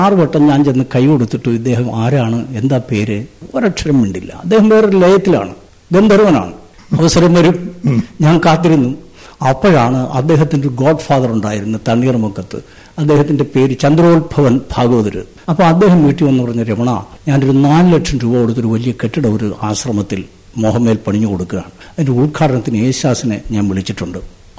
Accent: Kerala, India; നമ്മുടെ നാടിന്റെ, കേരളത്തിന്റെ

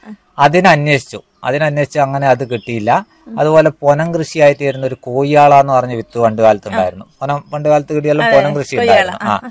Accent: Thillankeri, Kerala, India; First നമ്മളെ നാട്ടിൽ വരുന്നതെന്ന് പറഞ്ഞാല് തില്ലങ്കേരി കൃഷിഭവൻ വരുന്നത് നമ്മളെ ഈ സ്റ്റോപ്പിലാണ്, കാഞ്ഞിരാട് എന്ന് പറയുന്ന ഈ സ്ഥലത്താണ്.

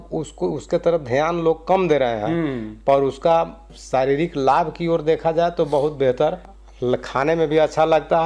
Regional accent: Daltonganj, Jharkhand, India; आज जनरली बाज़ार व्यवस्था तो वैसे मेरा शहर डाल्टनगंज है

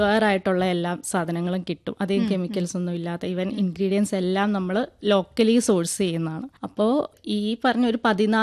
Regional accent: Idukki, Kerala, India; ഞാൻ വരുന്ന ഇടുക്കിയിൽ നിന്നാണ്. അപ്പം ഇടുക്കി എന്ന് പറഞ്ഞിട്ടുണ്ടെങ്കിൽ നമുക്കറിയാലോ എല്ലാവിധ ഔഷധ സസ്യങ്ങളും എല്ലാ കാര്യങ്ങളും ആയിട്ട് സമ്പന്നമായിട്ടുള്ളൊരു സ്ഥലമാണ് ഇടുക്കി.

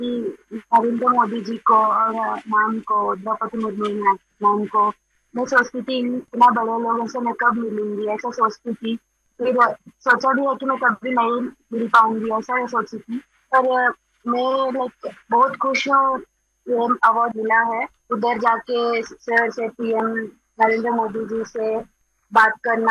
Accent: Andhra Pradesh, India; मैं आंध्र प्रदेश से हूँ

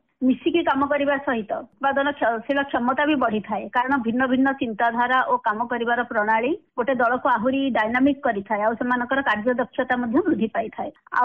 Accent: Puri, Odisha, India; ସମସ୍ତେ ଯେତେବେଳେ ଶୁଣନ୍ତି ମୁଁ ପୁରୀରୁ ଆସିଛି, ସେମାନଙ୍କ ମନରେ ସ୍ୱତଃସ୍ଫୂର୍ତ୍ତ ଭାବେ ପୁରୀ ପ୍ରତି ଏକ ସମ୍ମାନ, ଏକ ଭାବନା ଆସିଯାଏ

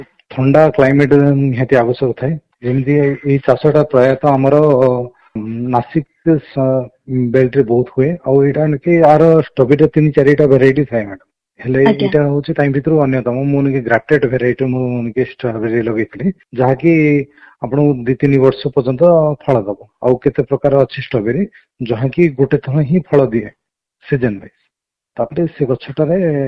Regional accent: Jeypore, Odisha, India; ମୁଁ ଜୟପୁର ବାସିନ୍ଦା।

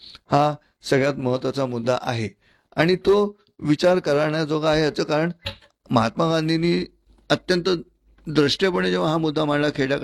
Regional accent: Mumbai, Maharashtra, India; also born or lived in Shrivardhan; मी खरं तर मी मुंबईचा

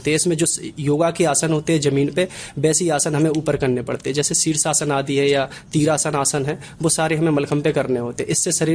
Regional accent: Jhansi, Uttar Pradesh, India; और मैं झांसी का रहने वाला हूँ।

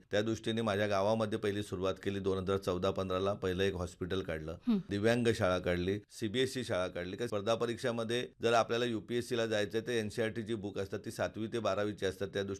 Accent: Jawhar, Maharashtra, India; जव्हार तालुक्यामध्येच आम्ही राहत होतो.

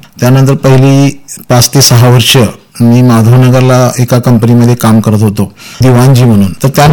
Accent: Dudhewadi, Maharashtra, India; मी मूळचा दुधेवाळी या गावचा असून कवठेमंगळ तालुक्यामध्ये शेवटचं दुधेवाळी गाव आहे।

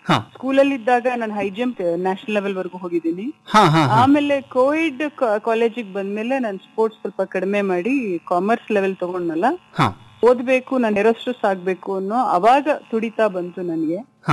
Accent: Bengaluru, Karnataka, India; also born or lived in Kodagu; ನಾನು ಆಕ್ಚುಲಿ ಕೊಡಗಿನವಳೆ. ನಾನು ಹುಟ್ಟಿ ಬೆಳೆದಿದ್ದೆಲ್ಲ ಬೆಂಗಳೂರೇ, ಬಟ್ ನನ್ನ ತಾತ ಇದ್ದಿದ್ದು ಮೂರ್ನಾಡ್ ಅಂತ ಕುಂಬಳದಾಳ್.

